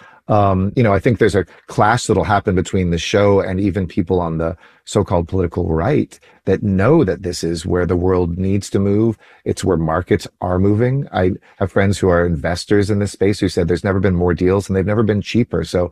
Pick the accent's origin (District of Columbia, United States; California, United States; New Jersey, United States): California, United States; Los Angeles; moved away as an adult; now in New Delhi, India; living in New Delhi for the last two and a half years, and it's the worst air in the world. I mean, growing up in Los Angeles in the 70s, 80s